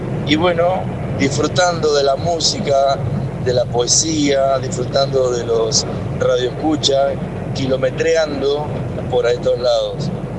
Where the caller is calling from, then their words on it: Río Colorado, Río Negro, Argentina; Ahora regresando a casa, a mi ciudad, Río Colorado, acá en la provincia de Río Negro.